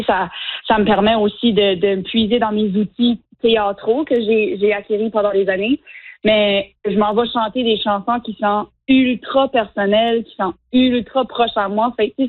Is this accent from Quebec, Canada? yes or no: no; Chéticamp, Nova Scotia, Canada; first language French; moved away as an adult; now in Moncton, Canada; j'ai grandi à Sitka en Nouvelle-Écosse, hein. Ça fait nous autres, tu sais, le français, la francophonie a été beaucoup, beaucoup assimilée.